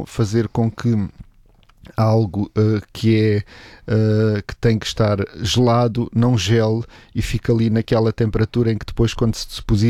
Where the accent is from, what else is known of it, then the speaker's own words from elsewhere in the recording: Algarve, Portugal; moved away as an adult; now in Lisbon, Portugal; Então, eu vim lá do Algarve para Lisboa para estudar Direito